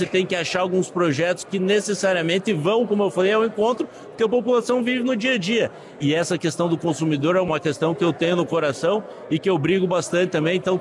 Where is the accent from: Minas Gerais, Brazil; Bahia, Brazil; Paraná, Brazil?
Paraná, Brazil; moved away; na emoção de estar aqui de volta na minha terra natal